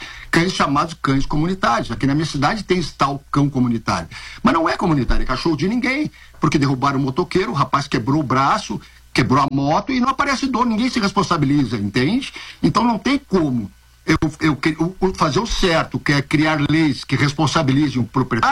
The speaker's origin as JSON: {"language": "Portuguese", "town": "Porto Alegre", "region": "Rio Grande do Sul", "country": "Brazil", "said": "Eu sou de Porto Alegre, eu lembro de estar em debate na televisão lá e rádio com políticos"}